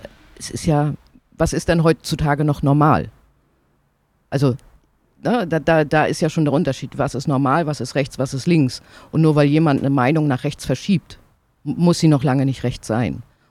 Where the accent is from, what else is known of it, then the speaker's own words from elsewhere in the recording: Rostock, Mecklenburg-Vorpommern, Germany; Ich stehe zu Rostock, ich stehe zu meiner Heimat